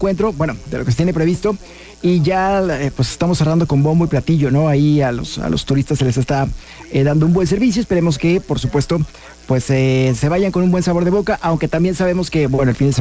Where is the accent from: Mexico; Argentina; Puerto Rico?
Mexico; ya sabe cómo somos los mexicanos